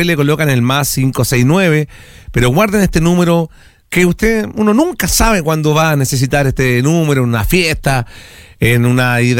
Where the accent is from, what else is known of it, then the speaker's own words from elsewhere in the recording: San Felipe, Valparaíso, Chile; Hola Morochito, soy de San Felipe, perfecto